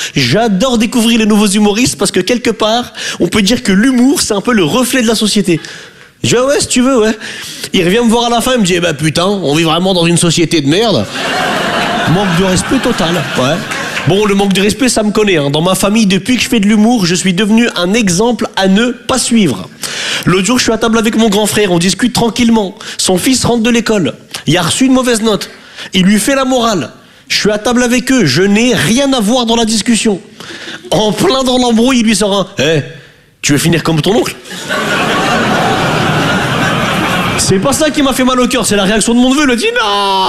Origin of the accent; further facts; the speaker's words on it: North, France; Je viens du nord de la France.